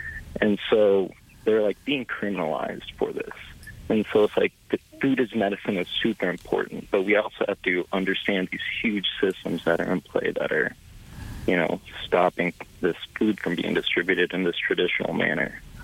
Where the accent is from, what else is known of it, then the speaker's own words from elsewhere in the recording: Hooper Bay, Alaska, United States; I am originally from Hooper Bay.